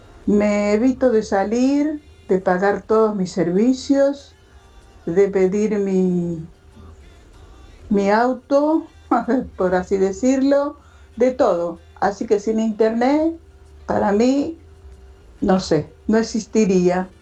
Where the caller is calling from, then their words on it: González Catán, Buenos Aires Province, Argentina; de González Catán.